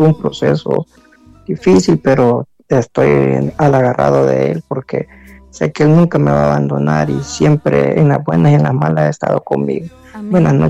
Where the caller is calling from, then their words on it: Tegucigalpa, Francisco Morazán, Honduras; De aquí de Tegucigalpa, de Barrio Buenos Aires.